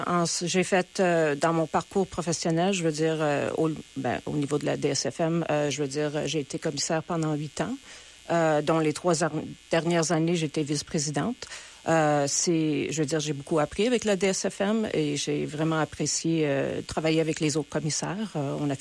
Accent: Winnipeg, Manitoba, Canada; je suis originaire de Saint-Boniface. Alors je suis née à l'hôpital Saint-Boniface j'ai été élevée à Saint-Boniface. Je vis encore à Saint-Boniface. Alors j'ai passé sans me donner mon âge là, je veux dire, j'ai passé toute ma vie à Saint-Boniface.

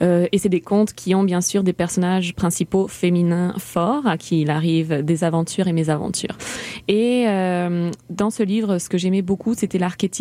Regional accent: Barcelona, Catalonia, Spain; also born or lived in Indonesia / Chile; Non, en fait, je suis née en Espagne, à Barcelone.

